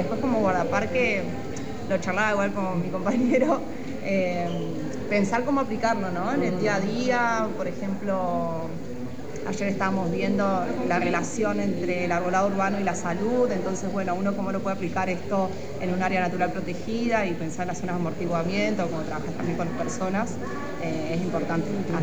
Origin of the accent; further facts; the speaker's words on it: Comodoro Rivadavia, Chubut, Argentina; moved away as an adult; now in San Pedro, Argentina; vengo de Comodoro Rivadavia, de la provincia de Chubut. Estoy estudiando la carrera Tecnicatura Universitaria Guardaparque en San Pedro.